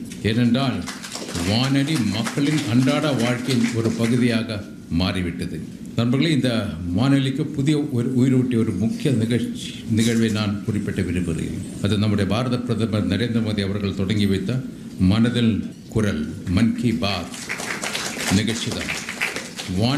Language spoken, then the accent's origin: Tamil; Gudalur, Tamil Nadu, India; born there; 1953 நான் பிறந்தேன். ஊட்டி பக்கத்து கூடலூர் என்ற கிராமத்தில்